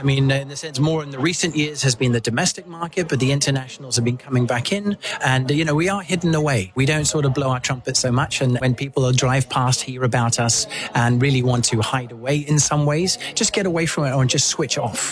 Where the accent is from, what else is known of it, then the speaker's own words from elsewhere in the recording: Hong Kong; moved away; I came down here in 2002, so I've been here down here 24 years. I came from Hong Kong.